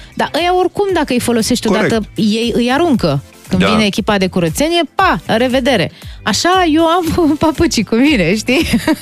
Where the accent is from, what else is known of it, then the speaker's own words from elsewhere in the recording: Romania; suntem din România.